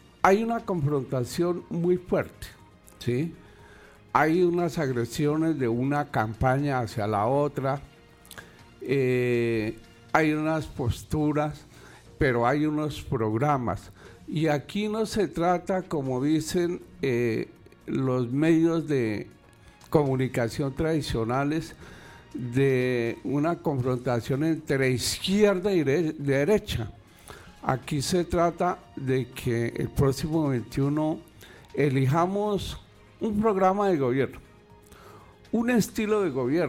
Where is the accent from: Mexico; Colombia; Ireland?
Colombia; nosotros como colombianos